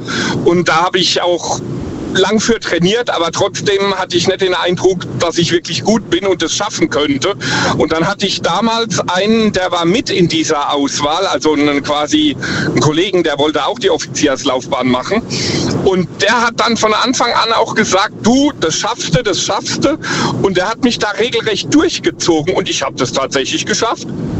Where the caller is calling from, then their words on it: Ruppertsberg, Rhineland-Palatinate, Germany; Ich komme aus der Ecke Ruppertsberg.